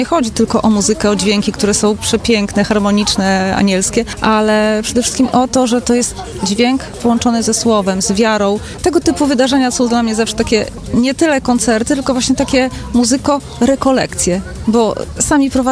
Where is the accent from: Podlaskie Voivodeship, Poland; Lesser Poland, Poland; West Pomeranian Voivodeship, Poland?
West Pomeranian Voivodeship, Poland; Szczecinek; jestem ze Szczecinka.